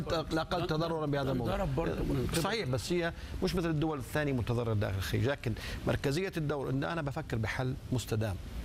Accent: Jordan; عندنا في الأردن

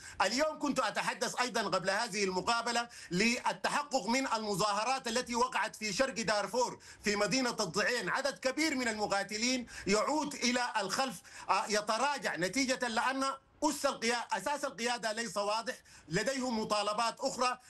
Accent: Sudan; نحن كسودانيين ومراقبين،

